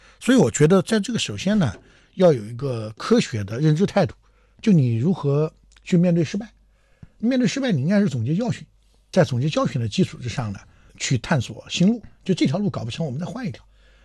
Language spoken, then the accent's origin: Chinese; Anhui, China; 我是安徽人嘛